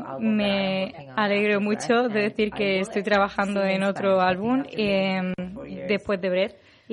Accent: Iran; first language fa; Spanish is a second language; me crié en Irán, todos los años de mi vida formativos fueron en Irán. Entonces, el farsi es mi primer idioma y es verdad que luego estuve en un ambiente inglés durante 35 años

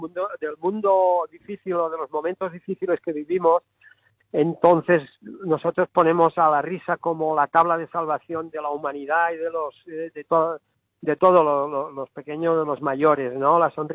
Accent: Barcelona, Catalonia, Spain; now in Seville, Spain; yo soy de Barcelona

